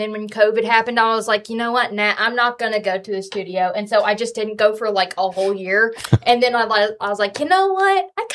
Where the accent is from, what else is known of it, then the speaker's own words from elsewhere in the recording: Talladega, Alabama, United States; Yeah, I'm from Talladega.